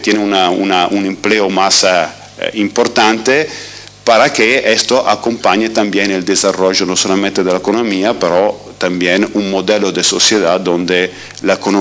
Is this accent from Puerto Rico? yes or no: no; Italy; Spanish is a second language; moved away; yo llego de Italia, soy italiano